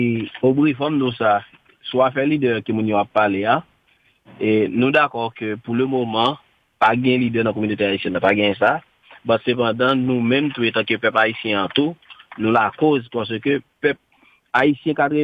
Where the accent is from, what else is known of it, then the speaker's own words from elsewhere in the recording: Haiti; c'est pas même haïtien ça, on est haïtien qui entertaine